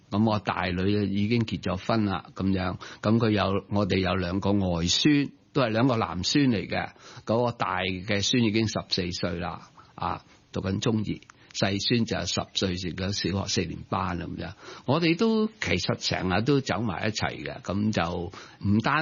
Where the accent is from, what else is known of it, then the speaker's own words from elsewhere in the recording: China; 不过我哋中国人就系平时都系咁样咧，太过吝啬啊，内敛自己呢种嘅表达啦